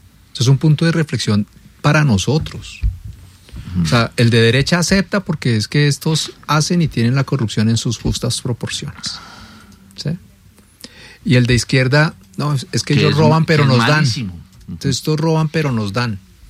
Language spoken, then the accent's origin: Spanish; Colombia; nosotros como colombianos